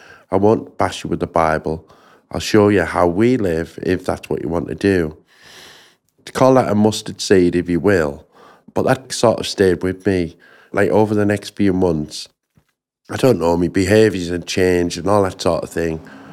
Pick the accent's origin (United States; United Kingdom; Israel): United Kingdom; Hartlepool, North East England; I was born and raised in Hartlepool. I was one of four siblings.